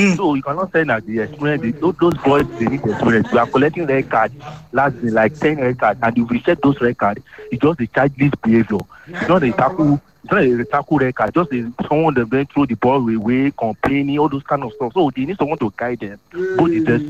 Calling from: Malaysia; We're calling from Malaysia.

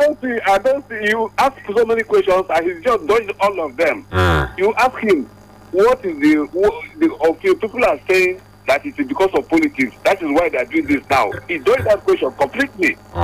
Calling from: Ilorin, Kwara, Nigeria; speaking from Ilorin.

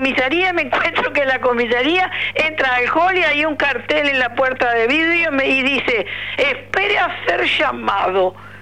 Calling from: San Carlos, Maldonado, Uruguay; soy de acá de San Carlos … soy una señora de 72 años casi

